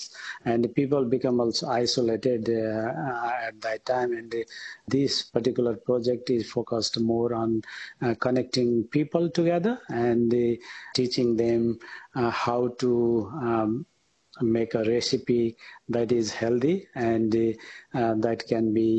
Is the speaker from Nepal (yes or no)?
yes; Nepal; moved away as an adult; now in Australia; Yeah, I am born in Nepal and studied food science there. Basically, I am from the farmer background, peasant background.